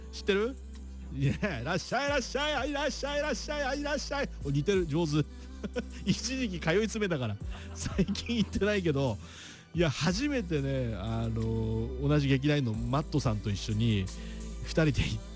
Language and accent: Japanese; Shimotsuma, Ibaraki, Japan; 僕は生まれも育ちも下妻市です。下妻のふるさとグルメと